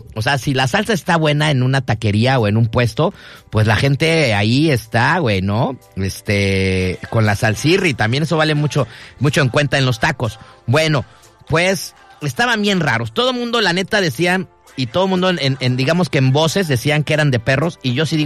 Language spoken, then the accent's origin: Spanish; Mexico City, Mexico; yo siendo chilango, en una parte de mi vida cuando yo iba en la secundaria